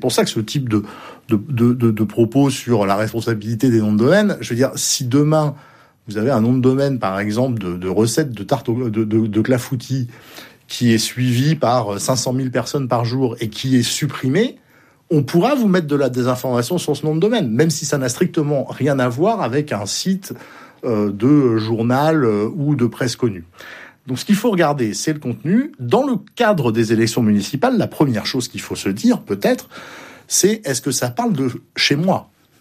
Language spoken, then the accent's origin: French; Bordeaux, Nouvelle-Aquitaine, France; moi je suis bordelais